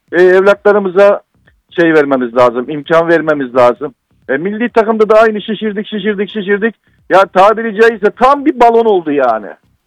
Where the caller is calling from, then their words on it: Istanbul, Turkey; İstanbul'dan arıyorum … Fenerbahçe taraftan.